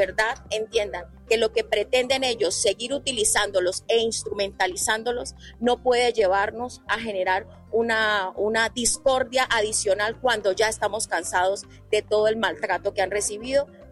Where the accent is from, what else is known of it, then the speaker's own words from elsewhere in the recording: Arauca, Colombia; Yo soy una llanera orgullosa araucana